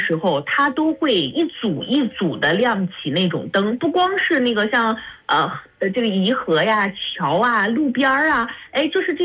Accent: Linyi, Shandong, China; moved away; 现在呢我就是在我的老家啊，临沂就在沂河边滨河大道附近啊

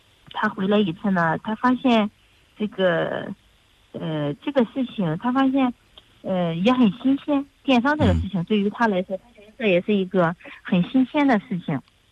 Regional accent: China; 作为一个毛阴人，作为一个这个土生土长的这个种桃养桃的人

